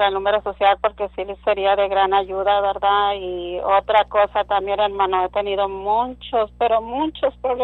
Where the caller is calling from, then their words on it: Edinburgh, Scotland, United Kingdom; De acá, de Edimburgo.